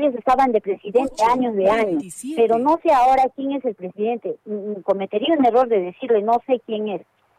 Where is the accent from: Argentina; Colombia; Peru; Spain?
Peru; Characato, Arequipa; born there; en los cerros de Yanayaco, lugar de donde yo soy, yo he nacido ahí.